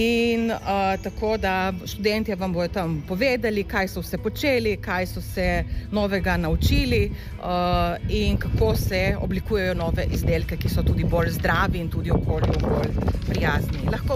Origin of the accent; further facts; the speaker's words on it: Vipava Valley, Slovenia; ker prihajam z Vipavske doline